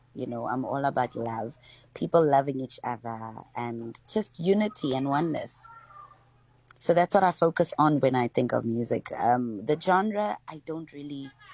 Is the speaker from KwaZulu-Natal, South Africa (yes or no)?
no; Pretoria, Gauteng, South Africa; I grew up in Pretoria.